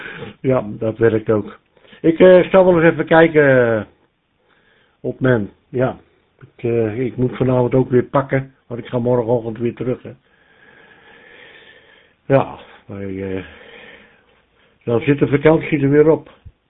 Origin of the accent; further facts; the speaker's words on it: IJsselstein, Utrecht, Netherlands; Ik kom officieel uit IJsselstein